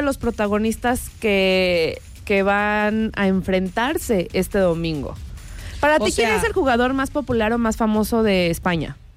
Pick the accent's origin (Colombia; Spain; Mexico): Mexico; Creo que los mexicanos ya no queremos decir nada